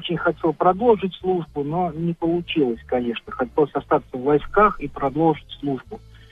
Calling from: Saratov, Saratov Oblast, Russia; Оттуда призывался, тут же и живу

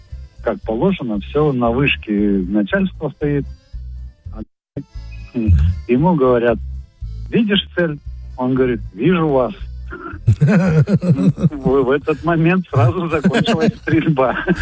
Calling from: Kaluga, Kaluga Oblast, Russia

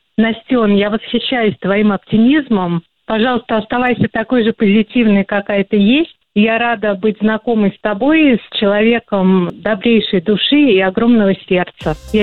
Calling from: Dolgoprudny, Moscow Oblast, Russia; я из Долгопрудного.

